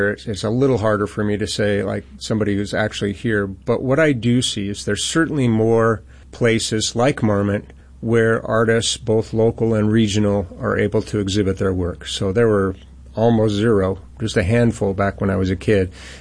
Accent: Spokane, Washington, United States; moved away as an adult; now in Seattle, United States; We moved to Spokane in 1970, I believe it was. Started the first grade at University Elementary School. Graduated from University High School in 1983.

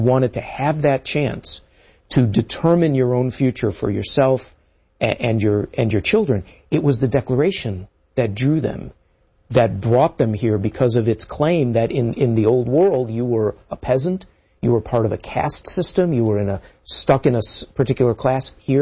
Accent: Midwest, United States; I'm from the Midwest.

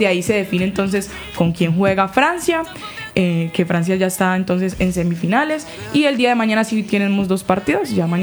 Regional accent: Colombia; porque uno nunca sabe también cómo somos los colombianos.

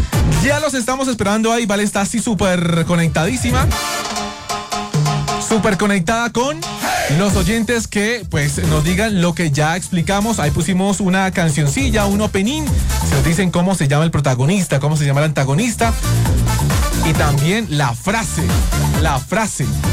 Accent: Floridablanca, Santander, Colombia; born there; now in Bogotá, Colombia; mi barrio allá en Florida Blanca, Santander, porque tengo, pues, recuerdos muy bonitos de allá, amigos, familia. Y hacen que yo, claro, vaya al 2006, 2005, donde yo era un adolescente.

